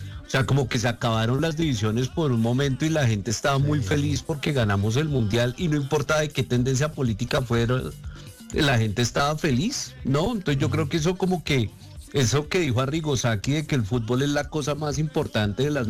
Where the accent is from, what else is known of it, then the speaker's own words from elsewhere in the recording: Colombia; en Colombia sí que tenemos hincha sobreactuado